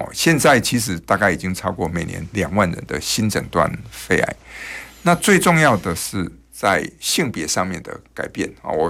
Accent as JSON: {"language": "Chinese", "country": "Taiwan"}